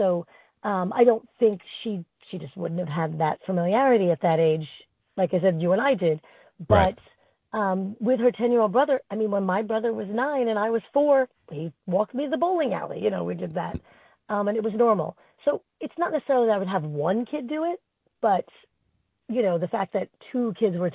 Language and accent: English; Flushing, New York, United States; So, like, when I was six, I walked home. I grew up in Flushing.